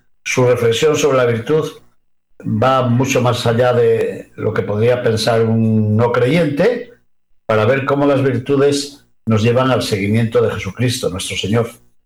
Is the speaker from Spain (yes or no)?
yes; León, Castile and León, Spain; cuyos restos guardamos celosamente en la basílica de su nombre en mi ciudad natal de León.